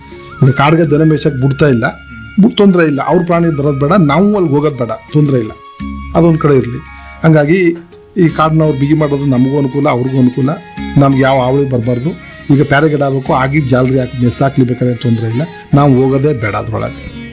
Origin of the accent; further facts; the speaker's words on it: Hosakote, Karnataka, India; moved away as an adult; now in Alanahalli, India; ನಾವು ಮೂಲತಃ ಹೊಸಕೋಟೆಯವರು. ನಾವು ಇಲ್ಲಿ ಬಂದು ಜಮೀನು ಪರ್ಚೇಸ್ ಮಾಡಿ ಸ್ವಲ್ಪ ಹೆಚ್ಚಿಗೆ ಮುಂದೆ 25 ವರ್ಷ ಆಯಿತು ಇಲ್ಲಿ ಬಂದಿದ್ದೀವಿ.